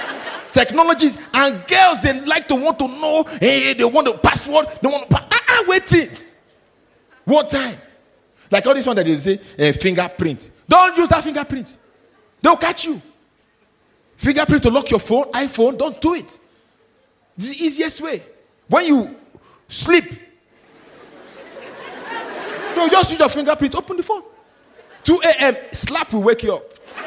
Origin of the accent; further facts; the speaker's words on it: Nigeria; I thought about, I'm Nigerian. We, you guys know.